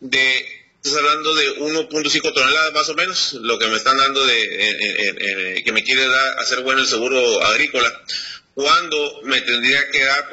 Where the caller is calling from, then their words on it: Lázaro Cárdenas, Baja California, Mexico; Aquí en Lázaro Cárdenas, Nacho.